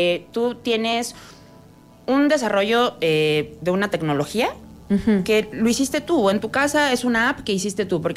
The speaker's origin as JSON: {"language": "Spanish", "country": "Mexico", "said": "somos muchos mexicanos"}